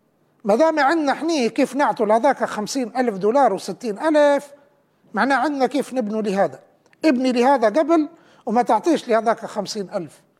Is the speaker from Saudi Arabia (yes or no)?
no; Libya; إحني بدل كلنا كليبيين، كلنا واني منكم